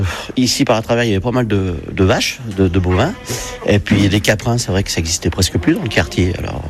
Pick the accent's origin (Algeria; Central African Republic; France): France; Saint-Savin, Auvergne-Rhône-Alpes; j'espère vieillir dans ma terre natale. Ouais. C'est pour ça que j'ai jamais voulu quitter Saint-Savin. On a tout. On n'est pas loin de la montagne, on n'est pas loin de la mer. On est bien placé. Pas loin de la grande ville, Lyon et Grenoble, c'est pas loin.